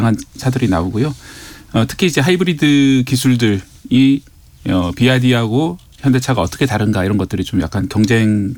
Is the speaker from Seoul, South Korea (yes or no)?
no; Busan, South Korea; 고향이 부산이다 보니까